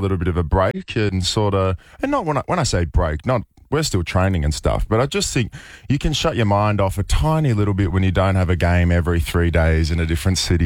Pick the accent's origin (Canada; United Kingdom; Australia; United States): Australia; As an Australian person, of course I know what it means, yes.